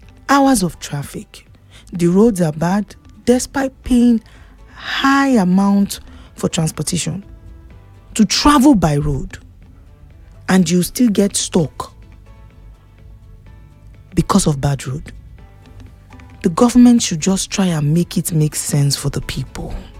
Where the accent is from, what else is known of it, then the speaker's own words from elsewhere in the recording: Nigeria; Nigeria, now our country